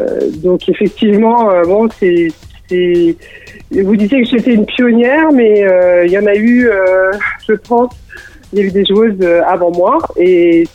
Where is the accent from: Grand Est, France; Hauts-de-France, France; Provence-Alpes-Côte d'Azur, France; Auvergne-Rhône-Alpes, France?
Auvergne-Rhône-Alpes, France; Clermont-Ferrand; born there; Moi je suis née à Clermont-Ferrand